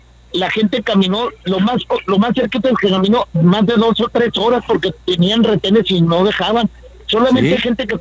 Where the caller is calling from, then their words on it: Mexico; Pues eso nos perjudica a todos como mexicanos.